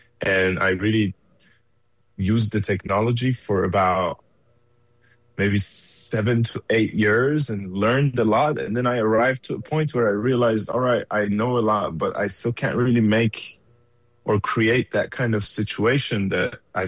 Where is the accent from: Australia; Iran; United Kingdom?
Iran; now in Detroit, United States; I grew up in Iran